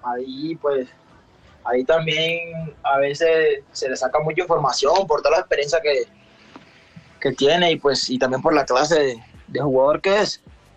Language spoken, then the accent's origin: Spanish; Magdalena, Colombia; now in Medellín, Colombia; yo soy de la zona bananera.